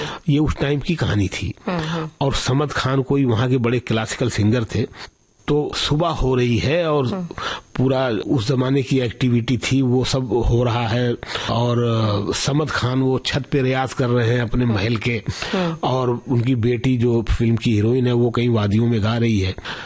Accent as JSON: {"language": "Hindi", "town": "Surat", "region": "Gujarat", "country": "India", "moved": "yes", "lives_now": "Mumbai, India", "said": "तो मैं सूरत से मुंबई आ गया 2001 फरवरी में"}